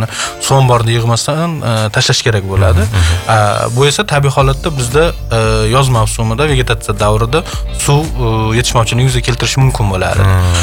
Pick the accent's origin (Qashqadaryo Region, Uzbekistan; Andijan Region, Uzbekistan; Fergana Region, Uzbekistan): Andijan Region, Uzbekistan; Andijan; O'zim Andijondanman.